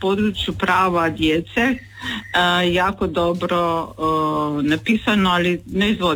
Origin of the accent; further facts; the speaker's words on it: Koper, Coastal–Karst, Slovenia; iz Kopra sam, ali ja sam Hrvatica rodom. Čekajte, sad vam polako, Hrvatice sam rodom, molim vas. Rođena u Sloveniji i živjela u Sloveniji, ali ja sam, ono, prava Hrvatica.